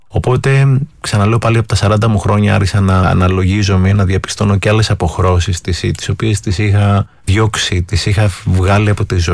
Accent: Athens, Attica, Greece; Γεννήθηκα στην Αθήνα. Οι γονείς μου καταγόνται από Τυχείο. Μεγάλωσα στην Αθήνα.

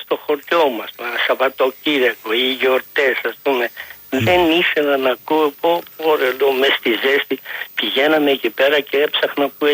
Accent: Northern Greece, Greece; το βλέπω εδώ και στη Βόρεια Ελλάδα, ας πούμε εμένα το δικό μου το χωριό

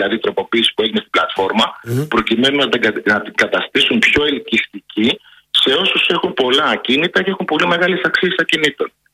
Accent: Kardamyli, Peloponnese, Greece; Σας περιμένω και στο χωριό μου στην Καρδαμίλη, στη Μάνη

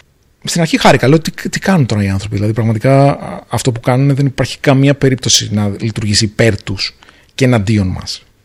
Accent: Greece; now in Singapore; εγώ είμαι ένας Έλληνας ο οποίος ζει στη Σιγκαπούρη, λειτουργώ από εκεί.

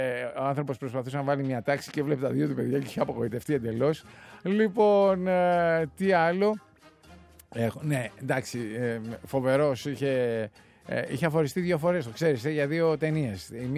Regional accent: Central Macedonia, Greece; Πάνε που λένε Θεσσαλονίκη, γιατί έρχομαι από Χαλκιδική και έχω πάρει και το αξάν, έτσι.

